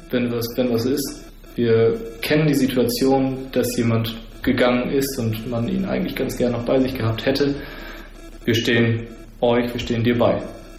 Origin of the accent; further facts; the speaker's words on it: Lower Saxony, Germany; moved away as an adult; also born or lived in Leipzig / Nienburg; now in Moorhusen, Germany; ich bin aufgewachsen in der Nähe von Filsum mit zwei Geschwistern, bin dann zum Studium nach Leipzig gegangen, habe da 7,5 Jahre studiert, dann in die Nähe von Nienburg zum Vikariat